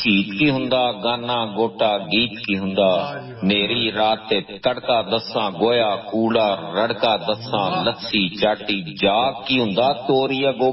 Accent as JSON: {"language": "Punjabi", "region": "Punjab", "country": "Pakistan", "said": "ہاں جی میں پنجابی دے وچ لکھنا جی، اردو لکھ سکدا لیکن میں پنجابی ہاں، میں پنجابی دے وچ ہی لکھنا وا تے پنجابی نال پیار کرنا وا."}